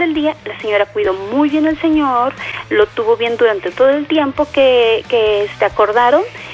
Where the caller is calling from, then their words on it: Veracruz, Mexico; aquí en Veracruz